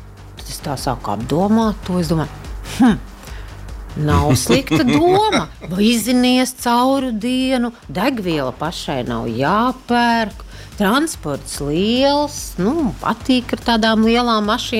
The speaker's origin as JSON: {"language": "Latvian", "town": "Ventspils", "region": "Courland", "country": "Latvia", "said": "es esmu no Ventspils, no Kurzemes"}